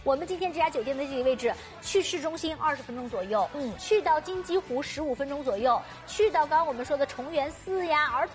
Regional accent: Shanghai, China; 二来我们上海人会精打细算，这才叫真正的精明

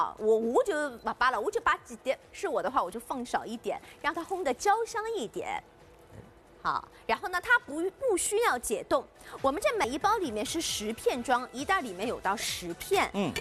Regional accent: Shanghai, China; 我们上海人很标准的一顿早饭

